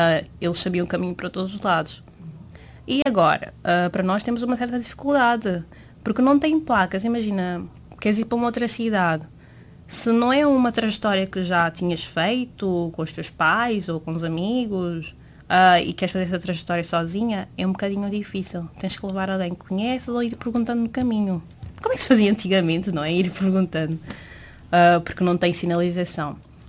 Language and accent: Portuguese; Guinea-Bissau; moved away as an adult; now in Portugal; eu tenho 24 anos, sou da Guiné-Bissau, nasci aqui, mas fui criada lá. Vim aqui em 2021 para vir estudar, para tirar a minha licenciatura.